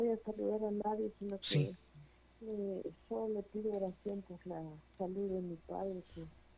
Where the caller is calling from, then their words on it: Cobán, Alta Verapaz, Guatemala; De Cobán, de la zona 6.